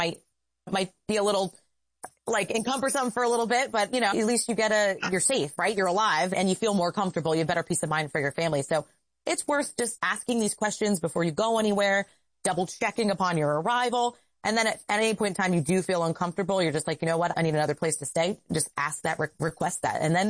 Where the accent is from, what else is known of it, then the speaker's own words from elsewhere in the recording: New Jersey, United States; I grew up in New Jersey